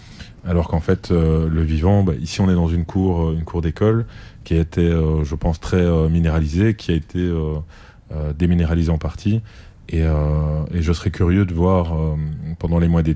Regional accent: Brussels, Brussels-Capital Region, Belgium; En fait, moi, je suis bruxellois, j'ai grandi ici toute ma vie.

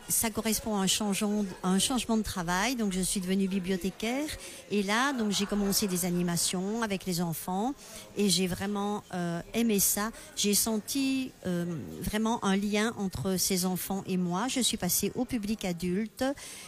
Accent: Chiny, Wallonia, Belgium; moi je suis originaire de la commune de Chigny. J'habite toujours la commune de Chigny.

